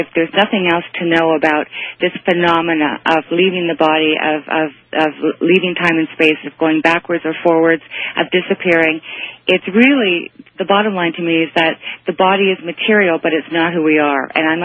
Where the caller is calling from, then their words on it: Toronto, Ontario, Canada; I'm calling from Toronto, by the way.